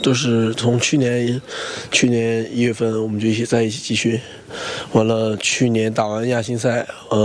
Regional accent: Yanji, Jilin, China; moved away; 我今年17岁，我是吉林延吉人。

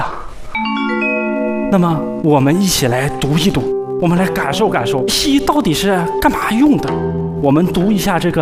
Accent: Jiamusi, Heilongjiang, China; 我是黑龙江佳木斯人

